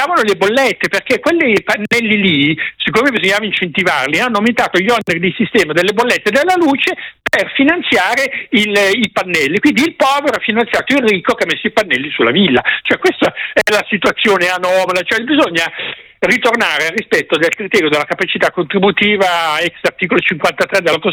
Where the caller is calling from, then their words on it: Brianza, Lombardy, Italy; io abito in Brianza, cioè la regione più ricca d'Italia, no?